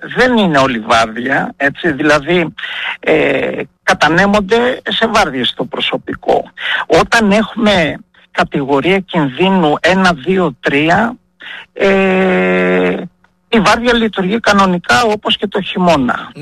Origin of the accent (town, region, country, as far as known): Epirus, Greece; born or raised there